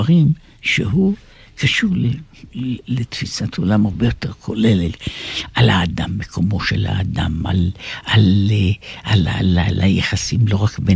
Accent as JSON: {"language": "Hebrew", "town": "Jerusalem", "region": "Jerusalem District", "country": "Israel", "tie": "born or raised there", "said": "עמוס עוז ואלף בית יהושע, הם לא רק בני גילי פחות או יותר, אלא אנחנו גם גדלנו באותה שכונה ממש, ממש באותה פינה בירושלים, בקרם אברהם."}